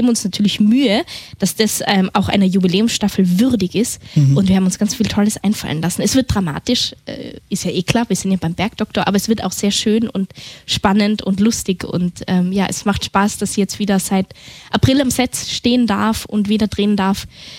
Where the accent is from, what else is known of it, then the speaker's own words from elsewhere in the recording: Tyrol, Austria; diese Menschen kennenzulernen, die auch so viel mit meiner Heimat Tirol verbinden